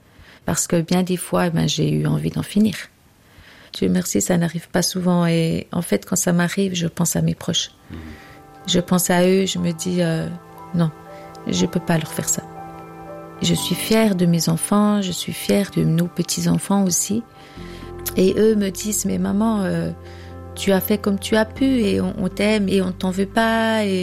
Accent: Burkina Faso; born there; Moi, je suis née au Burkina Faso, de parents missionnaires, et c'était très bien comme ça.

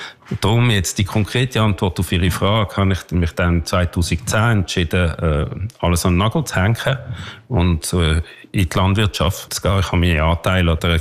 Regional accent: Herliberg, Zurich, Switzerland; also born or lived in Basel; Ich bin ein Zürcher Bürger mit einem Viertel Berner Blut und in Basel geboren, also eine richtige Deutsch-Schweizer Mischung. Und aufgewachsen in Herliberg, tatsächlich an der Goldküste ab ganz oben.

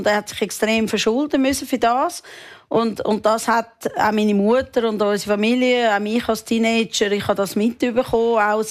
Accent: Meilen, Zurich, Switzerland; Ja, ich bin, Meilen.

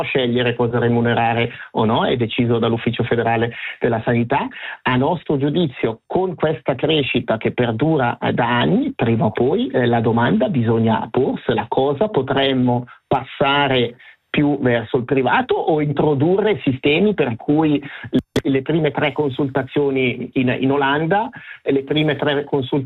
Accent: Ticino, Switzerland; Io ho il privilegio di essere chiamato come ticinese

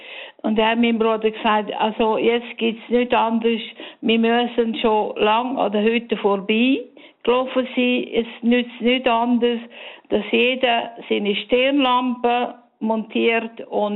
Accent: Graubünden, Switzerland; ich bin im Engadin aufgewachsen, gross geworden

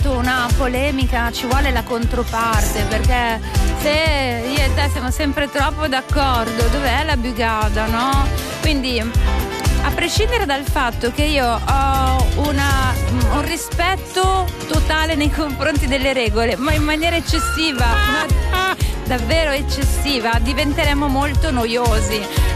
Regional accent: Lugano, Ticino, Switzerland; Ma non è giusto, scusa, io sono di Lugano, uso i miei bei sacchetti rossi

